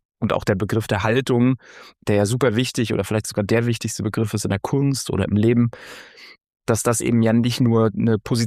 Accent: East Germany, Germany

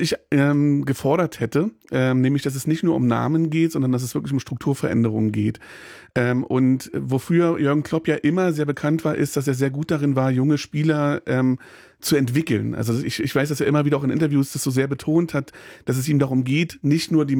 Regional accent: East Germany, Germany; born there; Ich bin in diesem Land geboren. Ehrlich gesagt bin ich in der DDR geboren und dann ist dieses Land wiedervereinigt worden. Und ich lebe sehr, sehr gerne in diesem Land.

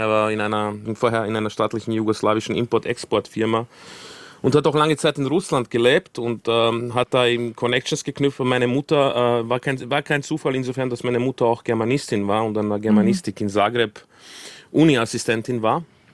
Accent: Vienna, Austria; Meine Jugend und in Wiener Parks verbracht.

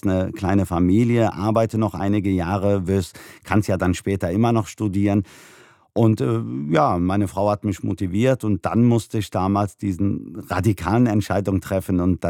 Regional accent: Germany; egal wo ich auf der Welt bin, wenn ich gefragt werde, wo ich herkomme, sage ich immer, ich bin Deutscher.

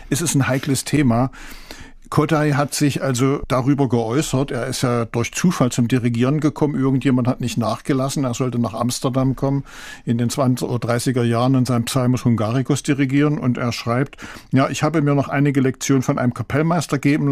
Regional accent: Leipzig, Saxony, Germany; Und dann geht's interessant für mich zumindest als Leipziger weiter.

